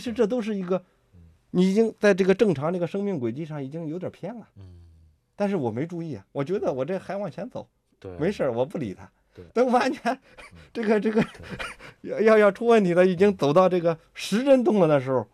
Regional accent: Neiqiu, Hebei, China; 邢台那个内丘那儿有一个叫扁鹊祠

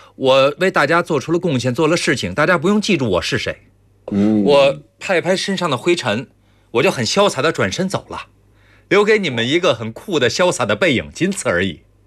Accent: China

